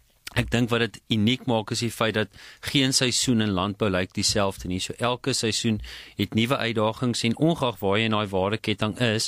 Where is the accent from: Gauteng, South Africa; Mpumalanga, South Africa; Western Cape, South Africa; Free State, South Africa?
Free State, South Africa; Virginia; moved away; Ek het groot geword in die Vrystaat, Noord-Vrystaat, meer spesifiek klein myndorpie, eintlik Virginia, maar daar was klomp mielieboerderye in die omgewing.